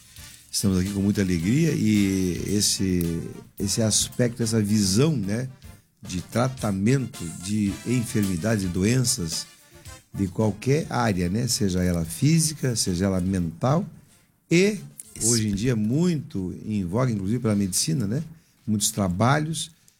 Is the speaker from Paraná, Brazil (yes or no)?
yes; Curitiba, Paraná, Brazil; moved away as an adult; now in Telêmaco Borba, Brazil; Eu e minha esposa somos de Curitiba.